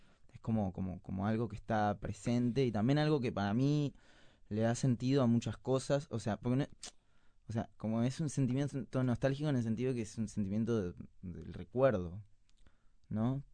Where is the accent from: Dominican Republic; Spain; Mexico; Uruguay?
Uruguay; Montevideo; O sea, me crié en Cordón Norte. La casa que siento que es mi casa, sí.